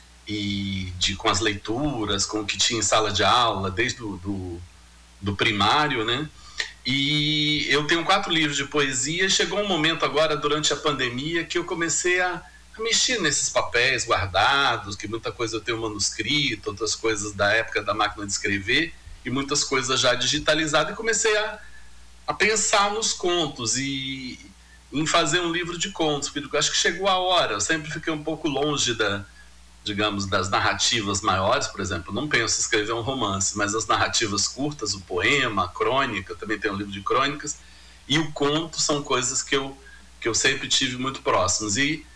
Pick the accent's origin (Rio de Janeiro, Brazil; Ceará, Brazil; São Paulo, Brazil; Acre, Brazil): Acre, Brazil; Rio Branco; Eu sou de Rio Branco mesmo.